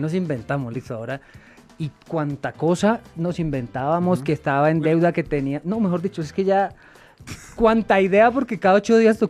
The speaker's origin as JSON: {"language": "Spanish", "region": "Bogotá", "country": "Colombia", "said": "Yo soy santafereño y entonces..."}